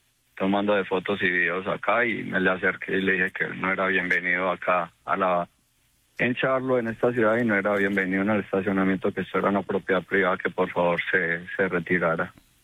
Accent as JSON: {"language": "Spanish", "region": "Antioquia", "country": "Colombia", "moved": "yes", "lives_now": "United States", "said": "somos de sangre paisa, sangre arrieros. Yo fui exmilitar en Colombia."}